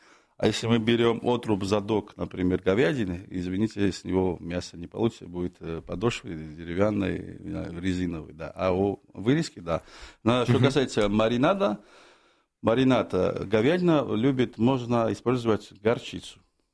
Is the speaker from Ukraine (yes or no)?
no; Georgia; Russian is a second language; now in Moscow, Russia; так как я представитель прекрасной Грузии, я из Грузии, я давно в России, в Москве